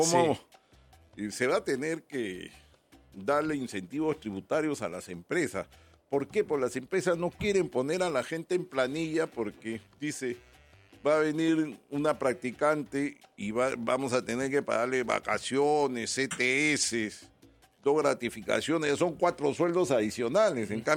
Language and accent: Spanish; Peru; No somos tan racistas en el Perú, según la encuesta, como los mexicanos.